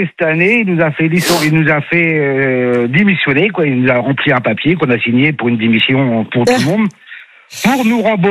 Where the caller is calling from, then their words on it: Saint-Martin-de-Fontenay, Normandy, France; De Caen, de Saint-Martin-de-Fontenay, juste à côté de Caen